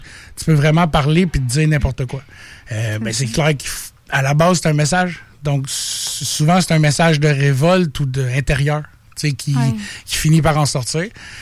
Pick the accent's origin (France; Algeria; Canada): Canada; Quebec; J'étais un petit gars de la Rive-Sud, j'ai grandi dans un environnement musical